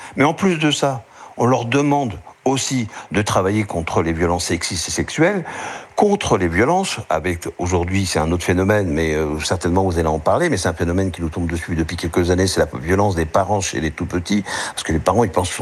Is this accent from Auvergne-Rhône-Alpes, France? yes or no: no; Île-de-France, France; chez nous, en Île-de-France